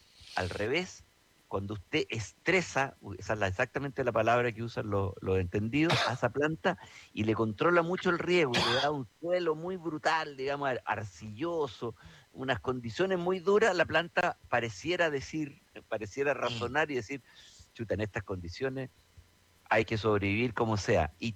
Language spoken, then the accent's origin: Spanish; Chile; con mucho orgullo como chileno